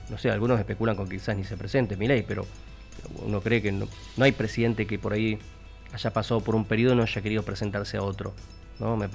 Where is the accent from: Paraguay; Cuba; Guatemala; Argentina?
Argentina; Qué raro que somos los argentinos.